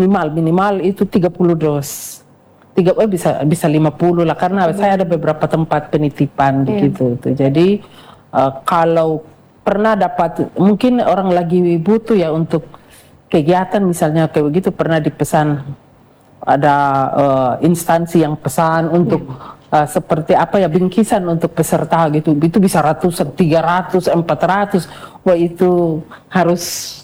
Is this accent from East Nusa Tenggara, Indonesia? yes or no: yes; East Nusa Tenggara, Indonesia; Kita orang NTT